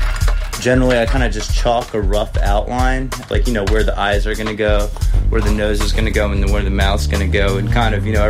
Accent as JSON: {"language": "English", "town": "Baltimore", "region": "Maryland", "country": "United States", "said": "I'm from Baltimore. I, like, love my city and rep it to the death, but at the same time, like, I'm a white boy in a black neighborhood."}